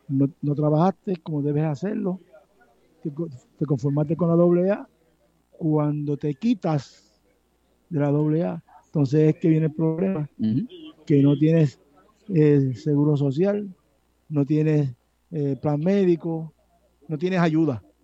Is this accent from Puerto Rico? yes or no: yes; Puerto Rico; nosotros como puertorriqueños